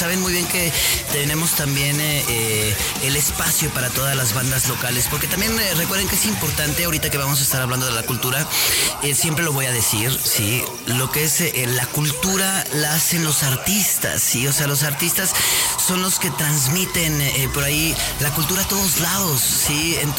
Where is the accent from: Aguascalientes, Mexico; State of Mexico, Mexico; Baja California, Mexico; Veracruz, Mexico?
Aguascalientes, Mexico